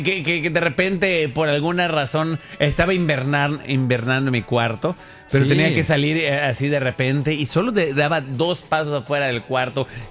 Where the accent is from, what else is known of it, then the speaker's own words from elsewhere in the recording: Yucatán, Mexico; tú como yucateco aprendes a sobrevivir en el calor.